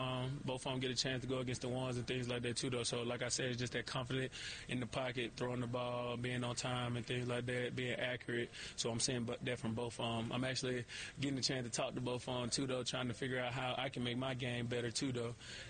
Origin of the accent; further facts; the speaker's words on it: Jacksonville, Florida, United States; Yeah, I go back to my hometown, man. Yeah. Jacksonville, that's where I got drafted